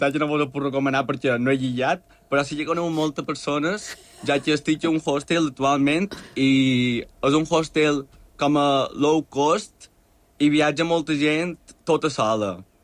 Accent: Balearic Islands, Spain; però jo la que cercava, com a bon mallorquí que no li agrada el fred, era el calor

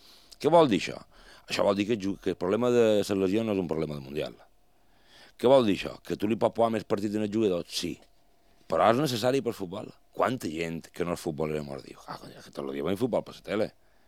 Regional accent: Palma, Balearic Islands, Spain; born there; Jo sortia de cantatge i m'anava a peu fins a en Lluís Sitjà.

